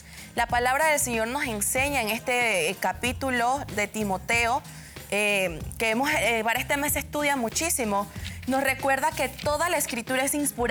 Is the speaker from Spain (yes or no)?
no; Panama City, Panamá, Panama; Yo soy de aquí